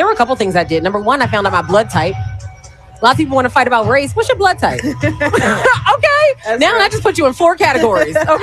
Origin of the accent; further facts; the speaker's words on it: Nigeria; So even beyond just being Nigerian, I can really find out exactly where my people are coming from.